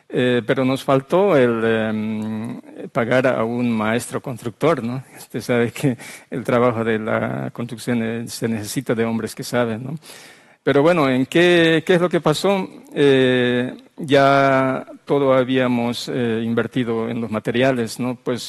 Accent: Bolivia; yo soy boliviano, pero mi esposa es de Colombia.

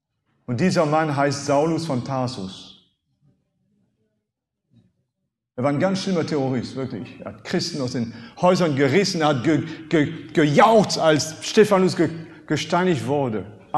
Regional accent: France; first language French; German is a second language; now in Germany; Landsmann Napoleon. Napoleon hat etwas gesagt, nul n'est censé ignorer la loi. Das ist Französisch, meine Muttersprache.

